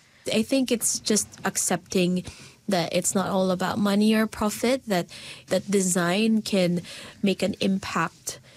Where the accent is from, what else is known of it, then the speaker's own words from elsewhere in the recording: Quezon City, Metro Manila, Philippines; also born or lived in Bocaue, Bulacan; now in New Zealand; So I was born in Bukawe, Bulacan. So it's a province nearby Manila. And then I grew up mainly in Manila, Quezon City, with my parents and my two siblings. So growing up in Manila, it's a very, very busy, dense, overpopulated part of Luzon, which is the northern part of the Philippines.